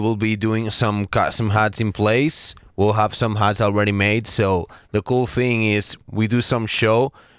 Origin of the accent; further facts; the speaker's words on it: Barcelona, Catalonia, Spain; I'm originally from Barcelona, also living in Barcelona.